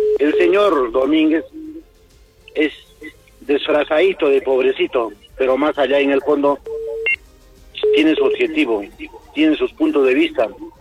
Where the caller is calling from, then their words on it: Arequipa, Peru; Yo soy de margen derecha.